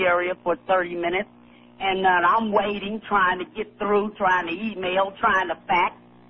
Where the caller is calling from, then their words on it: Missouri, United States; I'm calling from Missouri.